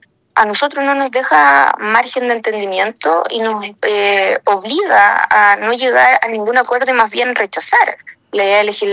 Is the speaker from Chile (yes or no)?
yes; Chile